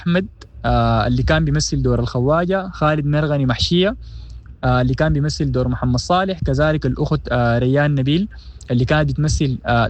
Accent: Sudan; بإنه إحنا نجسد الواقع بتاعنا والتاريخ بتاعنا كسودانيين.

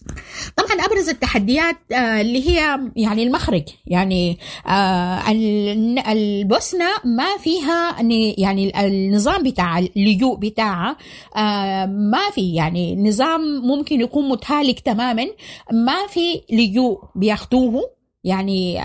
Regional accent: Sudan; moved away; وكنت أنا يعني سودانية

